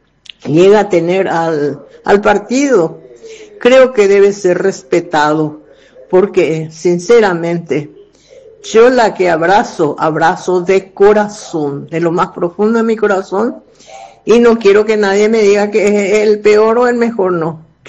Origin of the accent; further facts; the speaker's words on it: Paraguay; somos paraguayos con una ideal diferente